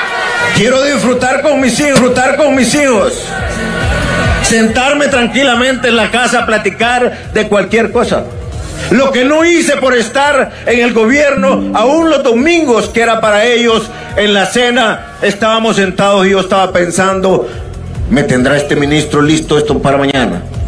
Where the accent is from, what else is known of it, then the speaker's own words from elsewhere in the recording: Honduras; born there; moved away; vengo de las tierras del indómito Cacique Lempira, de la mano de Dios, y gracias a las oraciones de todos ustedes, hoy volví a mi tierra. Qué lindo es estar en la tierra que lo vio uno nacer.